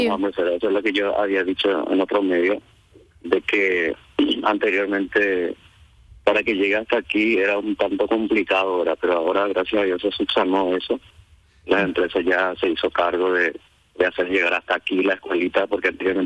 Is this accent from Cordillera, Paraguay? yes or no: yes; Arroyos y Esteros, Cordillera, Paraguay; Yo soy de Arroyo y Estero, soy del centro de Arroyo y Estero. Estoy en la zona urbana.